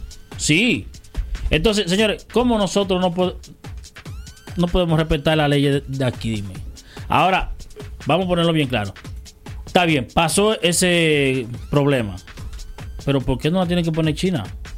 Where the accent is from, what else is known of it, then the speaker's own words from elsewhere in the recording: Dominican Republic; now in Allentown, United States; nos están cerrando nosotros los dominicanos las puertas aquí en Allentown